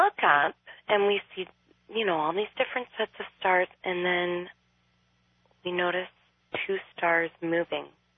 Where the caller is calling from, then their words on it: Ontario, Canada; My husband and I, we just live north of Toronto.